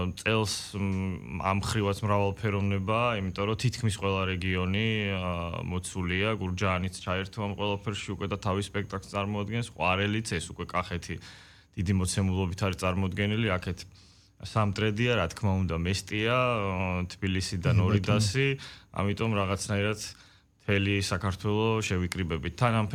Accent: Poti, Samegrelo-Zemo Svaneti, Georgia; აგერფოთიდან მოვდივარ და ისევ არ გვაქვს ახალი შენობა

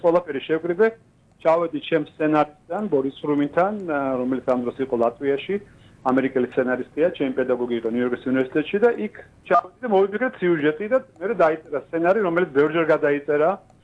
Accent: Western Georgia, Georgia; also born or lived in Imereti / Adjara; დასავლეთ საქართველოს განსაკუთრებით, იმიტომ მე წარმოშობის იქიდან ვარ, იმართალია იმერეთთან აჭარიდან

